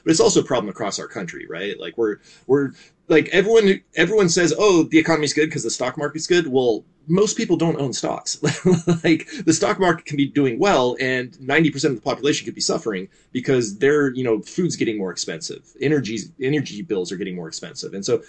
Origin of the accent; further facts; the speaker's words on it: Seal Beach, California, United States; now in Huntington Beach, United States; I grew up in Seal Beach, which is in the district. Currently live in Huntington Beach, which is in the district. So like I've lived here pretty much my entire life.